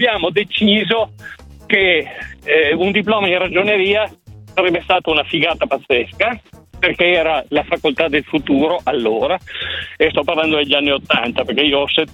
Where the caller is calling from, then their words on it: Parma, Emilia-Romagna, Italy; Da Parma.